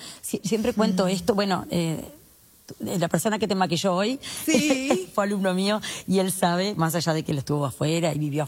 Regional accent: Punta del Este, Maldonado, Uruguay; Soy de Punta del Este, en Punta del Este. Y sí, y siempre, y me, digamos, estudié en Montevideo también

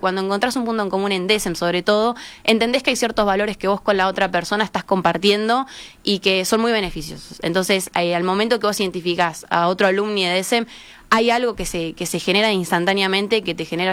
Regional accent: Nueva Helvecia, Colonia, Uruguay; yo soy de Nueva Helvecia, que justo antes lo mencionaban, sí. Un pueblo de Colonia, o Colonia Suiza también se conoce.

